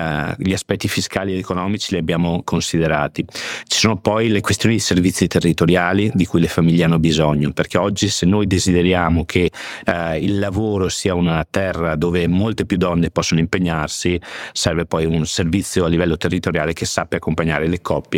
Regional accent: Veneto, Italy; dalle mie parti in Veneto

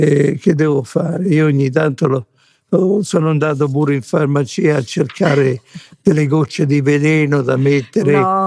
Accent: Macerata, Marche, Italy; now in Rome, Italy; io facevo il chierichetto da ragazzino quando stavo a Macerata, poi quando sono venuto a Roma non andavo più in una messa

